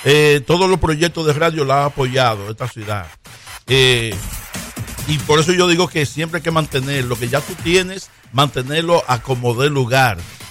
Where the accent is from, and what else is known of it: Dominican Republic; now in Providence, United States